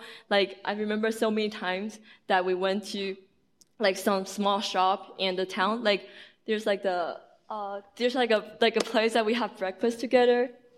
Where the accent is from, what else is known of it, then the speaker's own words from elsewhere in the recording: Taiwan; English is a second language; I'm from Taiwan. I'm still learning English, so I wish everyone can try to understand my English.